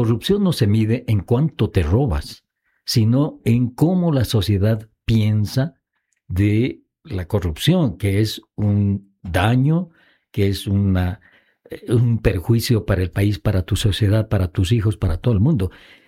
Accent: Bolivia

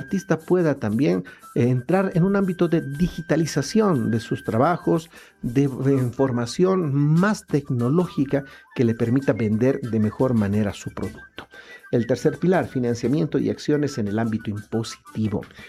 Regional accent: Bolivia; no solamente como bolivianos o querendones del arte y de la cultura, sino como bolivianos en general

